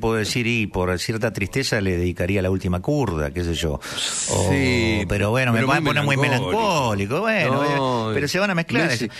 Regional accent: Argentina; Somos argentinos, ¿qué querés? Es así.

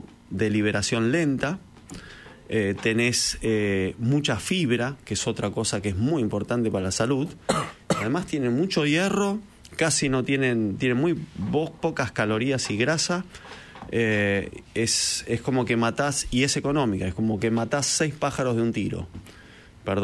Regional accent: Azul, Buenos Aires Province, Argentina; Yo también soy de Azul.

